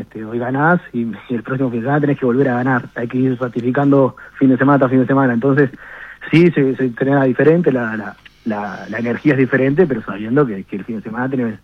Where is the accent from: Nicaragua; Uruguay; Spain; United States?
Uruguay; Durazno; yo no soy de Florida, yo soy de Durazno.